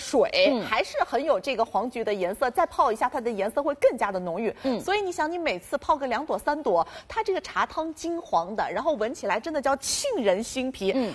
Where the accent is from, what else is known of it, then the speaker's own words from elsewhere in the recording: China; 所以对于我们中国人来说，茶文化不是光光喝茶叶